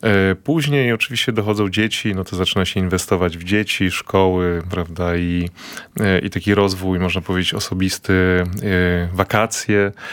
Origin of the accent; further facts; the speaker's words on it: Lower Silesian Voivodeship, Poland; ja pochodzę z Dolnego Śląska, tam wychowywałem się w otoczeniu rodzin górników